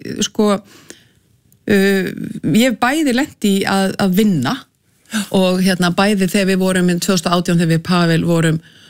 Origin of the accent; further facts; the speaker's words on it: Reykjavik, Capital Region, Iceland; en ég uppalinn í Reykjavík, skólagangan var hérna í beðaltunni, sko.